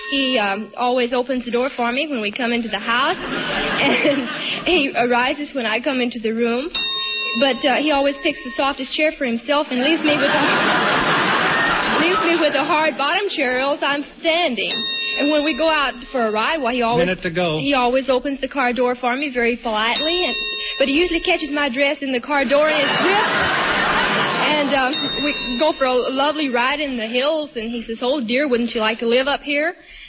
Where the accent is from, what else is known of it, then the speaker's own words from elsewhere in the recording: Tyler, Texas, United States; Tyler, Texas.